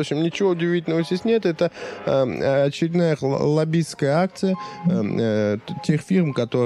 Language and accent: Russian; Russia; born there; я же родился в этой стране